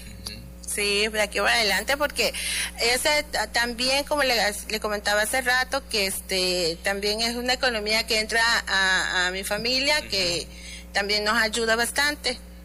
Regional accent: Yucatán, Mexico; De donde yo soy es diferente la blusa, que es de la zona Yucatán, lleva en medio lleva un cuadrito.

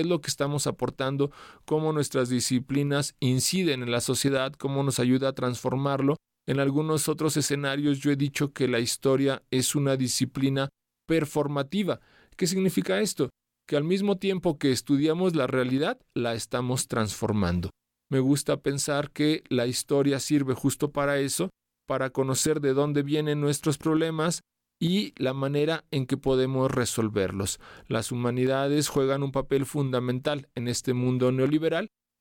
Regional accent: Zacatecas, Mexico; soy historiador, soy zacatecano.

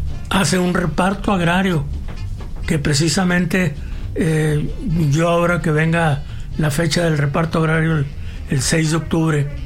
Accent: Torreón, Coahuila, Mexico; qué orgullo de nosotros los torreonenses

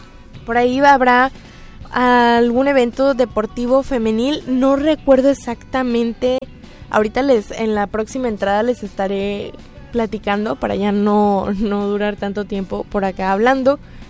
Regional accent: Mexico

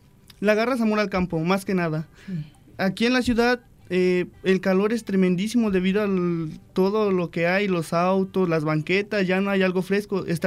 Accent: Las Vigas de Ramírez, Veracruz, Mexico; yo soy de Las Vigas de Ramírez, Veracruz, un municipio llamado El Manzanillo.

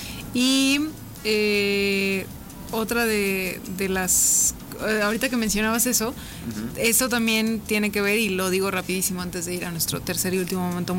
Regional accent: Mexico

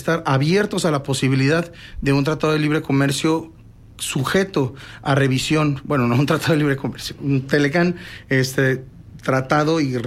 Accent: Mexico; No pensando en que todos somos ciudadanos de Norteamérica, que sí lo somos, pero en sentido estricto somos ciudadanos mexicanos.

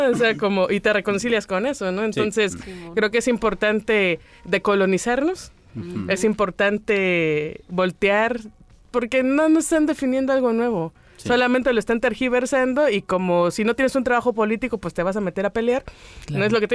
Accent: Chiapas, Mexico; moved away; yo soy de Chiapas.

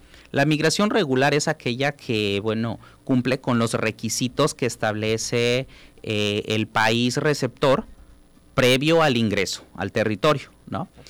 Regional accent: Chiapas, Mexico; moved away as an adult; now in Tabasco, Mexico; En mi caso, soy una persona migrante, soy del estado de Chiapas, me encuentro en Tabasco por cuestiones laborales, por cuestiones académicas, pero soy un migrante interno.

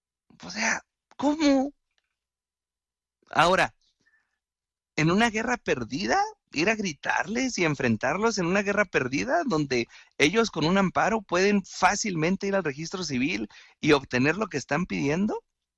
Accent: Mexico; que primero somos humanos, que primero somos mexicanos

